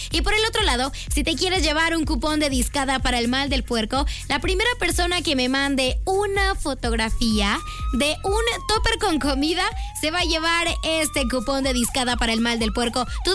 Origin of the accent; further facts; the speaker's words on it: Jesús María, Mexico; soy de Jesús María.